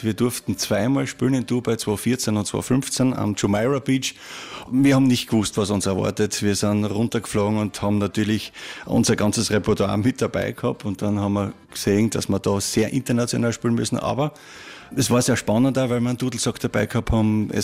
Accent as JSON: {"language": "German", "region": "Styria", "country": "Austria", "moved": "as an adult", "lives_now": "Wasserhofen, Austria", "said": "mir hat es als Steirer schon vor 25 Jahren hierher geschlagen."}